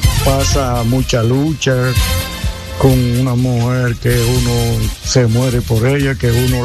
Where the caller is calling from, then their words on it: San José de Ocoa, Dominican Republic; Le hablo de San José Yokoa.